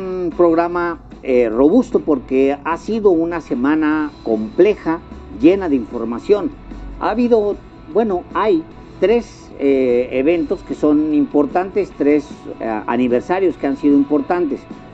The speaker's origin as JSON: {"language": "Spanish", "country": "Mexico", "said": "nos hacen recordar que somos una nación independiente"}